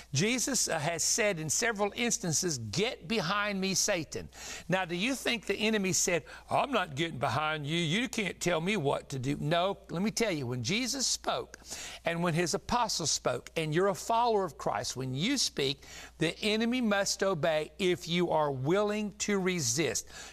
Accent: Big Stone Gap, Virginia, United States; when I was a kid growing up in Big Stone Gap, Virginia, my dad was a preacher of a small church, a pastor

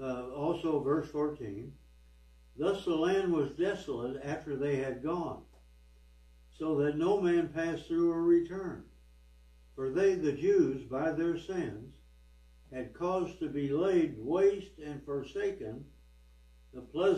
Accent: Missouri, United States; In my hometown, where I grew up in Missouri, there was one Jewish family.

